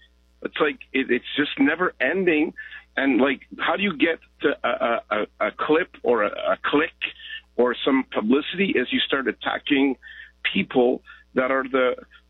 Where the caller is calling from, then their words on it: Canada; as a Canadian